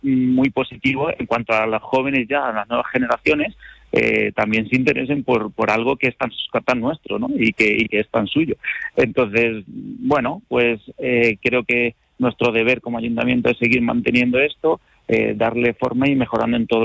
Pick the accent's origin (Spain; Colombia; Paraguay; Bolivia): Spain; Motilla del Palancar, Castilla-La Mancha; yo, como motillano, como conquense y como castellano manchego